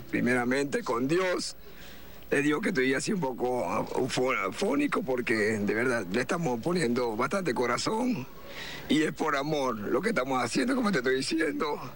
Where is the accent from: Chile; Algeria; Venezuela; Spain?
Venezuela; Valera, Trujillo; now in San Diego de Cabrutica, Venezuela; Yo soy, bueno, prácticamente soy oriundo de Valera, estado Trujillo, pero en estos momentos me encuentro viviendo en La Antena. Sector La Antena, San Diego de Cabrutica, estado Anzoátegui.